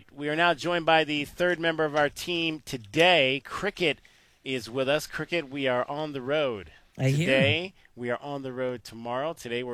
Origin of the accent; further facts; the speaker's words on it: Cleveland, Ohio, United States; moved away; my hometown of Cleveland, Ohio